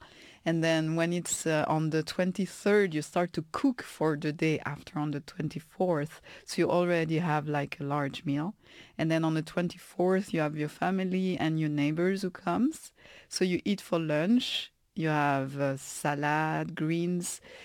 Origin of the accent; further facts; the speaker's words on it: Paris, Île-de-France, France; So I come from Paris, and that's a very eclectic place where you have people from different places. My family is Buddhist